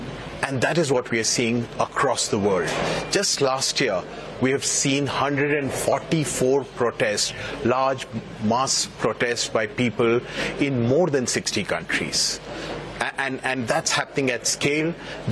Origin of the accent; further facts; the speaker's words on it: India; I come from India. So just in South Asia